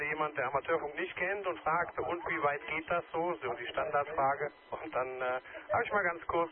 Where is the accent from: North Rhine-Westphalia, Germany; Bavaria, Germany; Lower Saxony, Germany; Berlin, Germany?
North Rhine-Westphalia, Germany; Mönchengladbach; Ja, aktuell Aachen. Ich komme zwar aus Mönchengladbach, aber momentan bin ich hier portabel in Aachen, in der schönen Kaiserstadt.